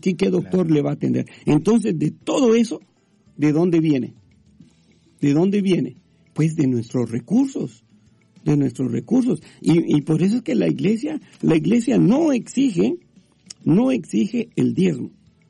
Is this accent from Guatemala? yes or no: yes; Guatemala; now in United States; de donde yo vivo, donde yo crecí, en Guatemala